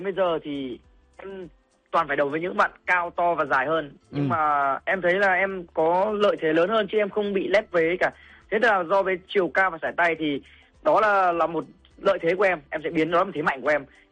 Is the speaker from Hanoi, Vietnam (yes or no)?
yes; Triều Khúc, Hanoi, Vietnam; lần đầu tiên đó chính là quê hương em cũng là cái nôi sinh ra võ thuật cổ truyền